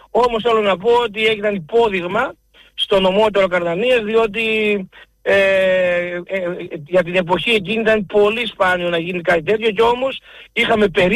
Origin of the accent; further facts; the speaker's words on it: Greece; born there; Αλλά το δικό μας το χωριό είναι από το 1923 και είναι αμιγώς ποντιακό χωριό Μπαμπαλιό.